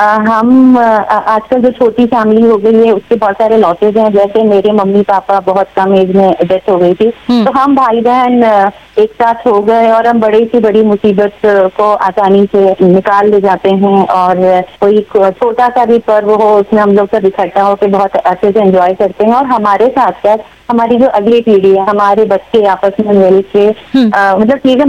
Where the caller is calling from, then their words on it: Raipur, Chhattisgarh, India; सोनाली जी, मैं यहाँ रायपुर छत्तीसगढ़ से हूँ जैसा कि मैंने बताया